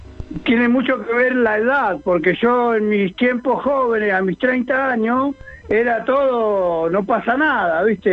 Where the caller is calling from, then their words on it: El Calafate, Santa Cruz, Argentina; soy de Calafate.